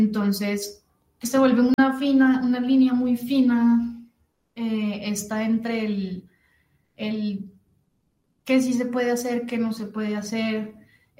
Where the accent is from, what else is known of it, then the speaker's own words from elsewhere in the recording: Colombia; me representa como colombiana